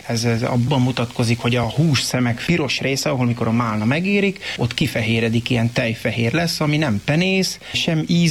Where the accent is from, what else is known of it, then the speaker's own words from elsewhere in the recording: Varsány, Nógrád, Hungary; én úgy nőttem föl, hogy 10-12 éves koromban hajnal 4-kor ébresztettek, hogy menni kell málnát szedni, és nem volt, aki vigyázzon ránk, és nekünk is kellett menni a málnába. Hát akkor még itt Varsány területén hatalmas málnások voltak